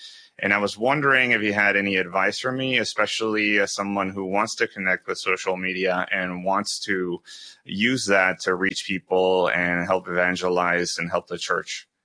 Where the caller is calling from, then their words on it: Argentina; I am from Argentina. And my question really was, even though I'm now 39 years old